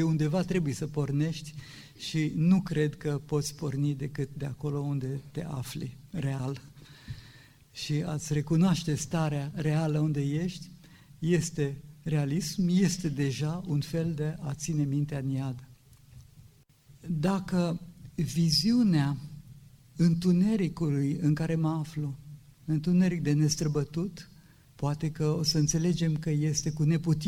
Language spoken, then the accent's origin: Romanian; Romania; O zic ca un român, nu ca un judecător al românilor.